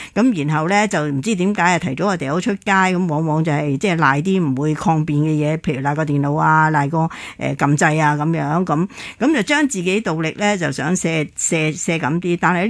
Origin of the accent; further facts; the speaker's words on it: Hong Kong; 作为香港人